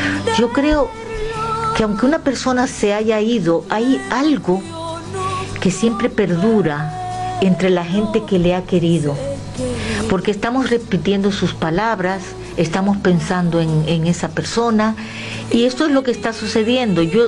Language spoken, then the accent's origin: Spanish; Dominican Republic; moved away as an adult; now in Spain; desde que yo vivía en República Dominicana, de donde soy oriunda y donde nací, antes de haber venido a España a estudiar.